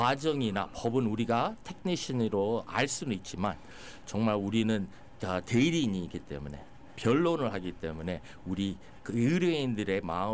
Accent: South Korea; now in United States; 우리 한국 문화가 그 유교 정신이라서

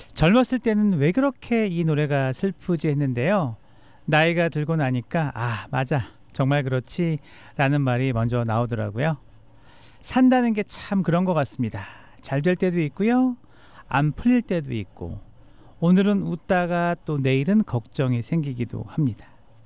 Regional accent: South Korea; now in United States; 고향은 한국이지만 나의 삶의 터전은 미국이고요.

